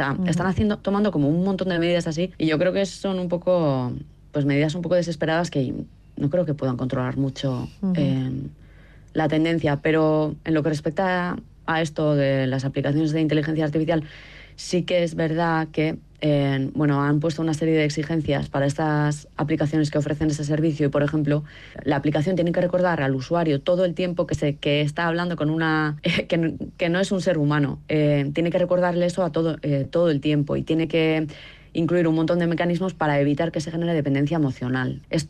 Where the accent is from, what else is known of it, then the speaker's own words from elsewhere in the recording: San Sebastián, Basque Country, Spain; porque yo, por ejemplo, en mi ciudad natal, en Donosti, veo que hay muchas más parejas monógamas